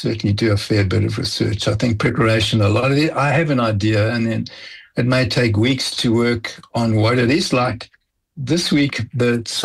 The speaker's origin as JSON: {"language": "English", "town": "Johannesburg", "region": "Gauteng", "country": "South Africa", "moved": "yes", "said": "I immigrated from South Africa, Johannesburg, almost 40 years ago, very close to that."}